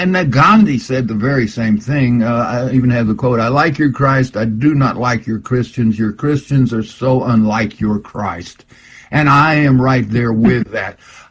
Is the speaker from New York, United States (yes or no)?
no; Texas, United States; No, I'm a Texan.